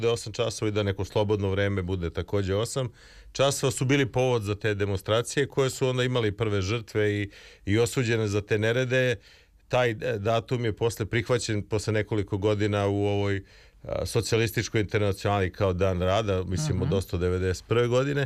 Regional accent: Belgrade, Serbia; Ja sam odrastao na Dušanovcu, znam da to Romi iz Marinkove Bare posebno slava

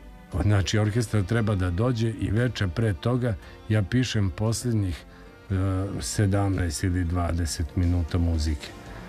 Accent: Sremska Mitrovica, Vojvodina, Serbia; taj prvi koncert najvažniji je bio u pozorištu Dobrica Milutinović u Sremskoj Mitrovici u mom gradu, odakle sam ja.

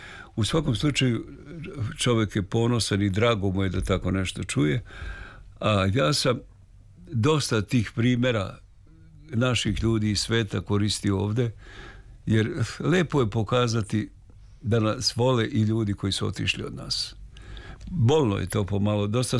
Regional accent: Serbia

